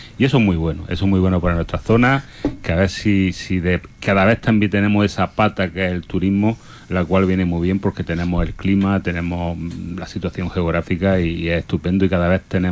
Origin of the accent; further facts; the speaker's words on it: Almuñécar, Andalusia, Spain; moved away; Llevaba ya mucho tiempo sin visitar mi ciudad natal, que es Almuñécar